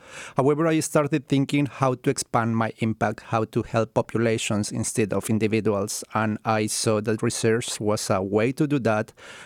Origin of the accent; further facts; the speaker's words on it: Cundinamarca, Colombia; moved away as an adult; now in United States; I'm originally from Colombia and I grew up in a small town close to Bogota, that is the capital. And since I was a child, I was surrounded by farm animals.